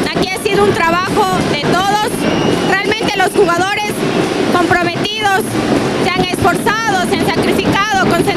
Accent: Zamora-Chinchipe, Ecuador; los zamoranos

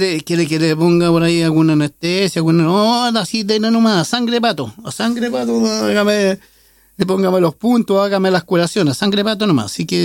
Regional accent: Santiago, Santiago Metropolitan Region, Chile; Los que somos de aquí de la Victoria y que llegamos siendo niños, sabemos las penurias.

